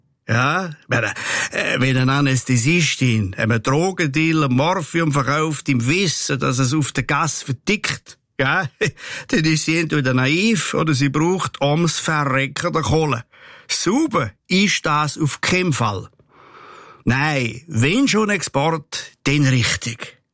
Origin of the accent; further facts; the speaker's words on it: Switzerland; da sind wir Schweizer nämlich weltweit führend.